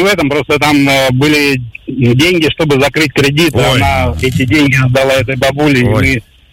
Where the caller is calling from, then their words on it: Tomsk, Tomsk Oblast, Russia; я из Томска.